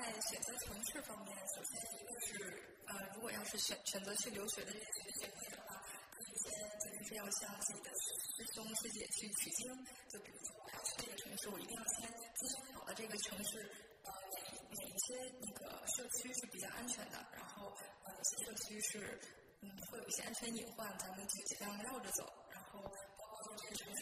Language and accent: Chinese; Beijing, China; 我们家是北京的，